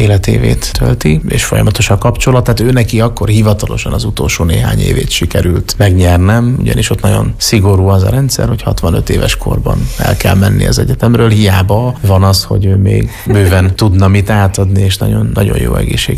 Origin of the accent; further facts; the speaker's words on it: Kecskemét, Bács-Kiskun, Hungary; born there; Tehát Kecskeméten születtem, ott nyilván azért az általános iskola vége felé.